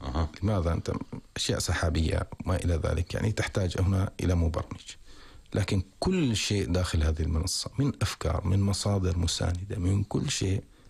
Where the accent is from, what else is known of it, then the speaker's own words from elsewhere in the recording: Qatar; نحن عندنا في قطر